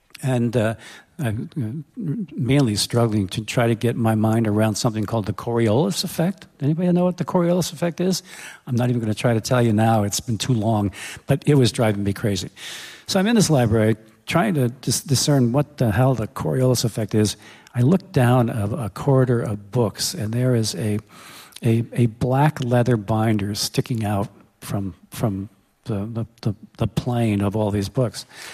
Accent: New York, United States; I grew up on Long Island in a very modern glass house surrounded by very tall trees.

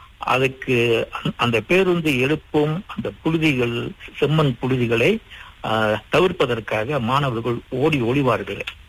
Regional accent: Banting, Selangor, Malaysia; நான் வந்து சிலாங்கூர் மாநிலத்தில் பந்திங் என் வட்டாரத்திற்கு அருகில் இருந்த புருக்ளைன்ஸ் தோட்டத்தில் பிறந்தேன். இப்பொழுது அது பண்டார் பாரு மக்கோத்தா அப்படின்னு பெயர் சூட்டப்பட்டிருக்கிறது.

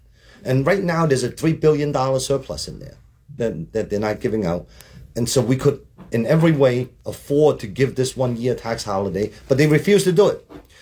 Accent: Hong Kong; English is a second language; now in United States; I came from Hong Kong. I was born in Hong Kong under British government. And I came here in 1977. You know, we were just your ordinary poor immigrants.

